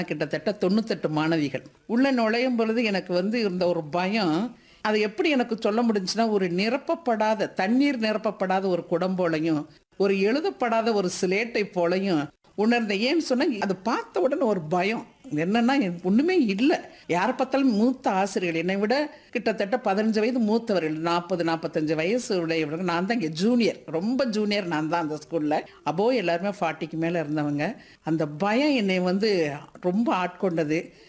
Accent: Madurai, Tamil Nadu, India; என்னுடைய பூர்வீகம் வந்து ராமநாதபுரம். நான் பிறந்து வளர்ந்தது எல்லாமே மதுரை தான்.

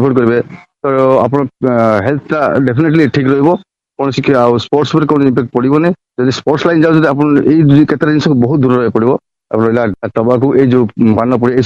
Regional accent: Jeypore, Odisha, India; ମୁଁ କହିଲି ଦେଖିଥିଲା ମୁଁ କୋରାପୁଟ ଜୟପୁରର

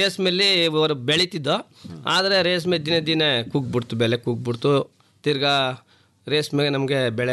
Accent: Karnataka, India; ನಾವು ಹುಟ್ಟೂರು ಕಾಗೇಳ ದೊಡ್ಡಿ. ಕಾಗೇಳ ದೊಡ್ಡಿ ಅಂದ್ರೆ ನಮ್ಮ ತಾಯಿ ಊರು ದೂರನೇ, ಆದ್ರೆ ನಾವು ಹುಟ್ಟೂರು ಚಿಕ್ಕವರಿಂದ ಕಂಡಿರೋದು ಕಾಗೇಳ ದೊಡ್ಡಿ.

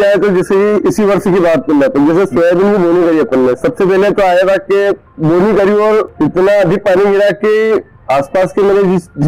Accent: Ujjain district, Madhya Pradesh, India; जिला उज्जैन का रहने वाला हूँ।

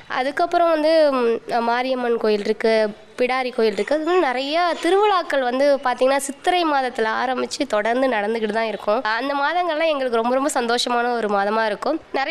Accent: Karaikal, Puducherry, India; also born or lived in Chennai; இந்த ஊர் வந்து நான் பிறந்த ஊர் கிடையாது, பட் இங்கேதான் வந்து வளர்ந்தேன். ரொம்ப அமைதியான ஒரு ஊர்.

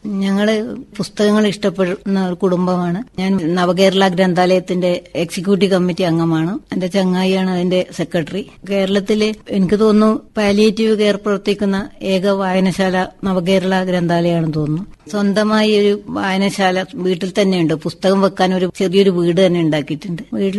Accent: Karivellur, Kerala, India; ഞാൻ ജനിച്ചത് കരിവള്ളൂരിലാണ്. ദാരിദ്ര്യം കഷ്ടപ്പാടുമായിരുന്നു. അമ്മയും അച്ഛനും സാധാരണ കൂലിപ്പണിക്കാരായിരുന്നു. അപ്പൊ ഞങ്ങൾ 7 മക്കളായിരുന്നു.

